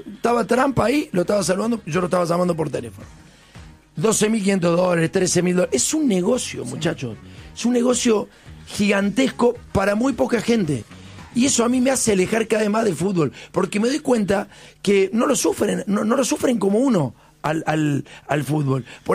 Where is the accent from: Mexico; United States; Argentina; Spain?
Argentina; Pero nosotros somos argentinos. Nosotros somos argentinos.